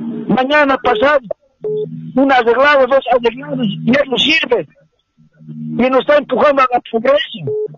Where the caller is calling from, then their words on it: La Paz, Bolivia; aquí de la ciudad de La Paz.